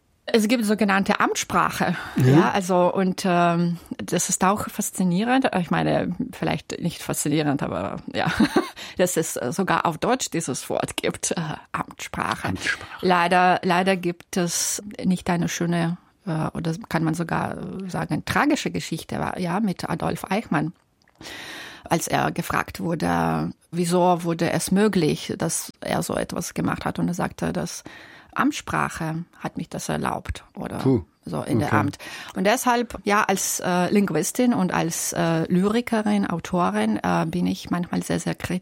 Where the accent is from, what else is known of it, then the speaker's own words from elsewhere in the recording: Belarus; Und als Kind, ich bin zweisprachig aufgewachsen, wie meistens Belarusinnen.